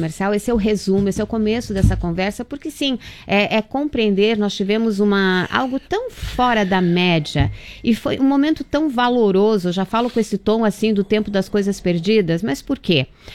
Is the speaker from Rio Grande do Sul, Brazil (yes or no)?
no; Santa Catarina, Brazil; Eu sou do Oeste